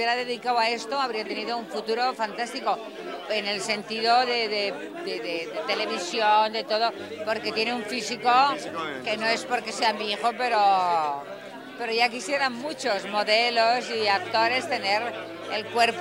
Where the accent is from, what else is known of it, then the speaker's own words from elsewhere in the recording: Region of Murcia, Spain; now in Madrid, Spain; pero yo soy murciana